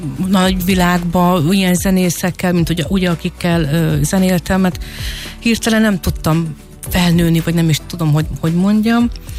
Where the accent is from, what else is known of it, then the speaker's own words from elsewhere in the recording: Borsod-Abaúj-Zemplén, Hungary; moved away as an adult; Borsodból felkerültem